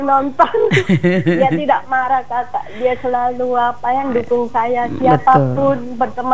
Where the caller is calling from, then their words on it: Sentani, Papua, Indonesia; kita orang Sentani biar peranakan tapi bisa mengerti begitu.